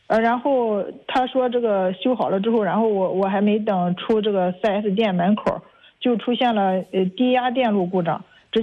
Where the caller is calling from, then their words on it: Qingdao, Shandong, China; 我是青岛的。